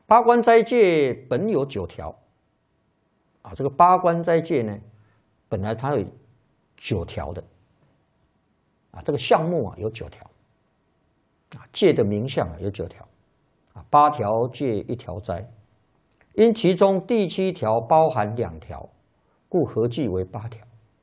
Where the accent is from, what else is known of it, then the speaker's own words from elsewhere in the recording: China; 一般没有学佛的人啊，社会上的人士啊，是我们中国人呐，大概就会想到《西游记》